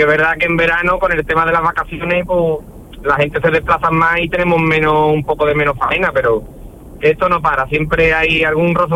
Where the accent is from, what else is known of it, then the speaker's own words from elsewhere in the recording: Bollullos de la Mitación, Andalusia, Spain; Trabajo en Sevilla, soy de Bollullo de la Habitación.